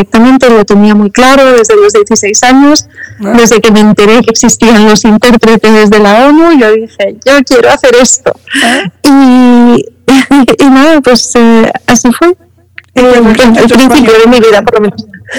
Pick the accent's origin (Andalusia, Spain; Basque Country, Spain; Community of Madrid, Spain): Community of Madrid, Spain; Madrid; now in Brussels, Belgium; Mira, pues yo nací en Madrid, estoy muy orgullosa de ello, me siento muy madrileña.